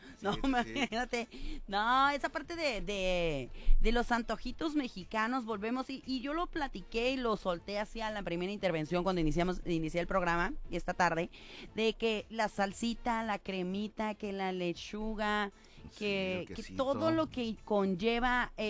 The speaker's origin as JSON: {"language": "Spanish", "country": "Mexico", "said": "sabemos que somos un antojito mexicano"}